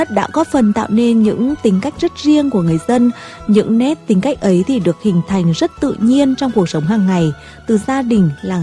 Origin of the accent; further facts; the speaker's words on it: Nghệ An, Vietnam; người Nghệ An mình